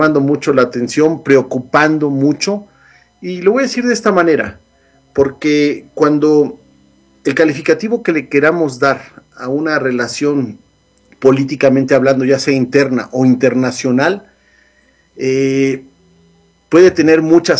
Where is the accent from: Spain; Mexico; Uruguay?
Mexico; now in United States; ¿Nosotros qué culpa tenemos como mexicanos? Que tuvimos que salir prácticamente huyendo de nuestro país en busca de una mejor vida